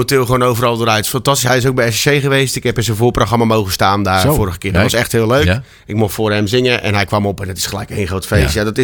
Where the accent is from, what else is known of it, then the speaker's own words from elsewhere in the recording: Noordwijk, South Holland, Netherlands; bij de voetbal in Noordwijk, waar ik vandaan kom.